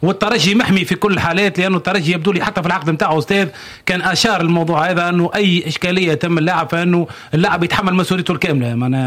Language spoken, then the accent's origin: Arabic; Tunisia